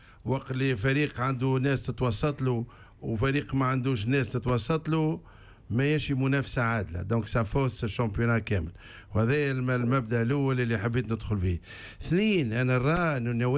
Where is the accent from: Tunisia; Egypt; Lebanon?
Tunisia; Ben Arous